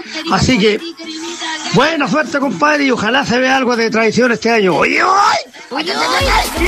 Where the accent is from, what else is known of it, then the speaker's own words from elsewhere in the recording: Linares, Maule, Chile; moved away; allá por mi tierra, por Linares